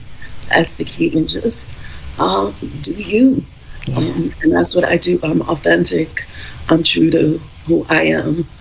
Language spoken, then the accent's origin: English; Philadelphia, Pennsylvania, United States; So I ended up moving back here to Philly, my hometown. And then I moved to South Jersey and took a position teaching math.